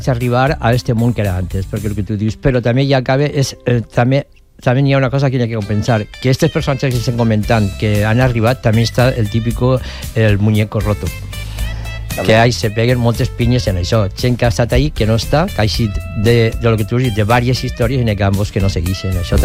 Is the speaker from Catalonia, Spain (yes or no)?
no; Meliana, Valencian Community, Spain; jo soc de Meliana